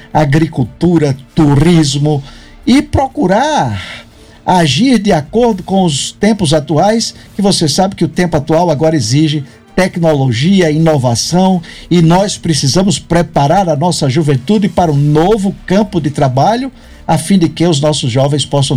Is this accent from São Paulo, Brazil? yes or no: no; Sergipe, Brazil